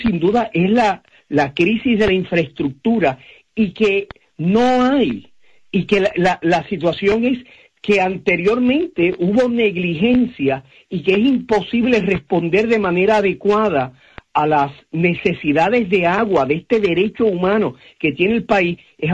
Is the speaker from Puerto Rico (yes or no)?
yes; Puerto Rico; sin duda provoca en nuestra conciencia como puertorriqueño un sentido de urgencia y de solución.